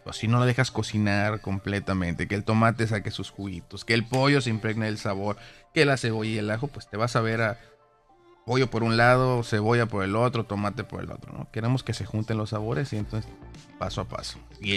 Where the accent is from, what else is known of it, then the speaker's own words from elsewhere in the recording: Mexico; Que quede claro, soy mexicano.